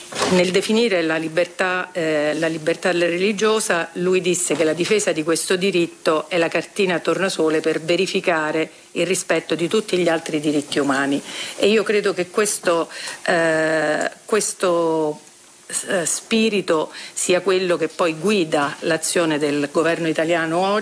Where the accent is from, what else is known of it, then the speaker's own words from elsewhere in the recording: Moscow, Russia; Io vengo da Mosca